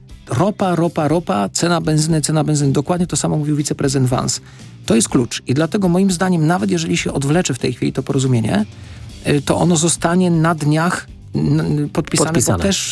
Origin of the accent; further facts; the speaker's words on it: Kraków, Lesser Poland, Poland; ja z Krakowa jestem, to wiele tłumaczy.